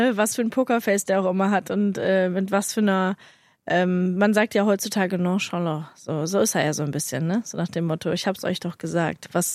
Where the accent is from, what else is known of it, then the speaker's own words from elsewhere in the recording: Germany; als Deutsche